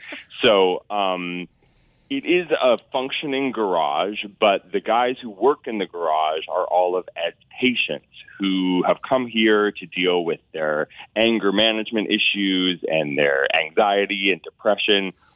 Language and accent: English; Glencoe, Ontario, Canada; I grew up just down the road. I grew up outside of Glencoe, Ontario.